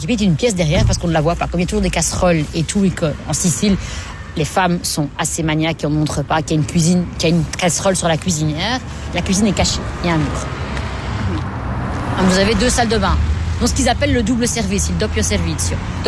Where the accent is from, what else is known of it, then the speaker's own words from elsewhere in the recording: Belgium; Moi, je suis belge maintenant et j'ai grandi ici, je suis née ici.